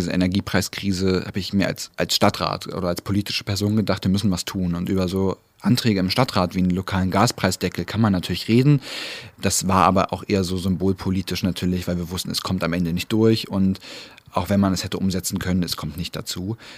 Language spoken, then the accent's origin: German; Weißenfels, Saxony-Anhalt, Germany; wir nicht mehr sagen, wir sind aus Weißenfels bei Leipzig oder bei Halle, sondern sagen, wir sind aus Weißenfels, weil es da das und das gibt